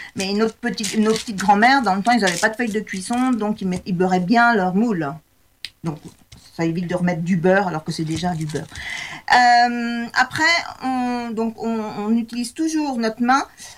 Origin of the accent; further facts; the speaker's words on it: Nouvelle-Aquitaine, France; Parce que c'est chez nous, dans le Poitou, on dit que l'amitié ne se coupe pas.